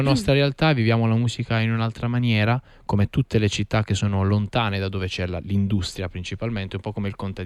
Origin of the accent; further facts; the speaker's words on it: Bari, Apulia, Italy; born there; also born or lived in Bitetto